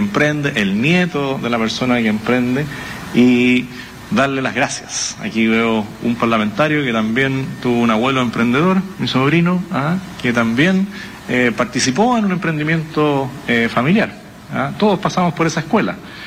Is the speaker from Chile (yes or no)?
yes; Chile